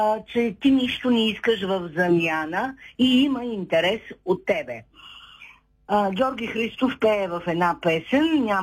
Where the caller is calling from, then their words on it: Shumen, Shumen Province, Bulgaria; Здравейте, госпожо Денева … от Шумен.